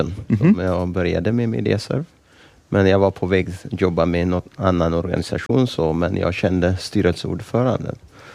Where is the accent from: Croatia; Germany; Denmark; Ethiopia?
Ethiopia; Swedish is a second language; now in Sweden; jag är från Etiopien och har etiopisk bakgrund. Jag brukar kalla mig svensk pingsmissionsprodukt från Etiopien så jag är uppvuxen under kommunisttiden i Etiopien